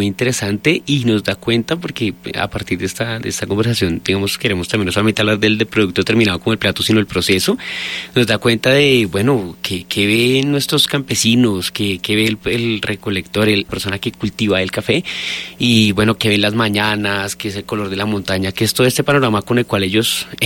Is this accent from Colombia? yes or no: yes; Colombia